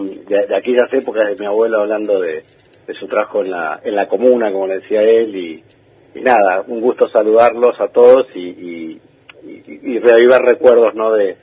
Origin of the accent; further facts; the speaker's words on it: Esquel, Chubut, Argentina; now in Mar del Plata, Argentina; hoy me toca Mar del Plata, pero unos recuerdos imborrables de mi infancia en Esquel